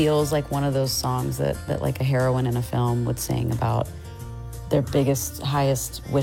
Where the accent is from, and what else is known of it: Meridian, Mississippi, United States; born or raised there